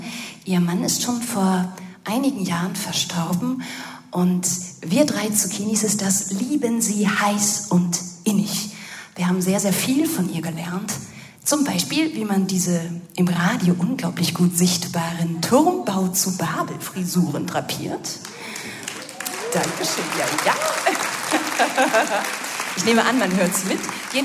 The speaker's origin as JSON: {"language": "German", "town": "Münster", "region": "North Rhine-Westphalia", "country": "Germany", "said": "Und wir kommen aus Münster in Westfalen."}